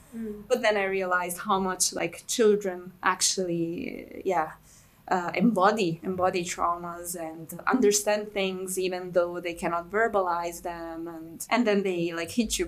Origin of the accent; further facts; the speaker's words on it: Florence, Tuscany, Italy; born there; English is a second language; also born or lived in Bosnia / Prague, Czech Republic; I spent most of my life in Florence, but I lived for 2 years in Prague, in Czech Republic